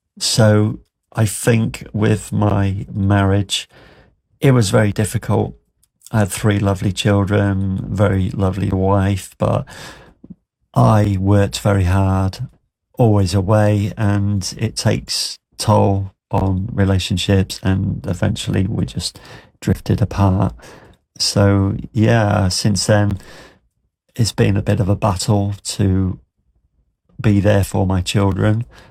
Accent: Grimsby, Yorkshire and the Humber, United Kingdom; moved away; Originally, I'm from Grimsby.

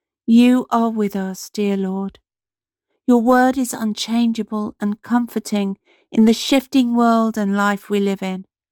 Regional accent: East of England, United Kingdom; I'm from Cambridgeshire.

